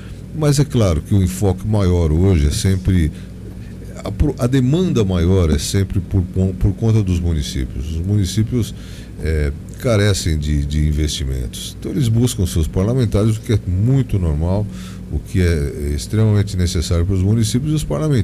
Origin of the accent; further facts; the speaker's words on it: São Paulo, Brazil; Eu sou de São Paulo, capital. A minha família, meu pai é do interior. Meu pai é uma cidade chamada São José do Rio Pardo, perto ali de Mococa, Casa Branca, isso, né? Mas eu nasci em São Paulo.